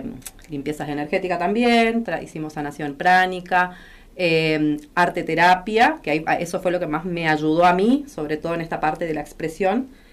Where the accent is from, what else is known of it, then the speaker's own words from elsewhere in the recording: Gobernador Virasoro, Corrientes, Argentina; yo sí soy de Virasoro.